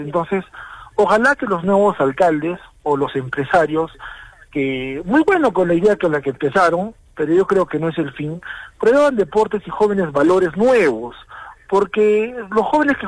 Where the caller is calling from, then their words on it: Arequipa, Peru; mi barrio, en Miguel Grau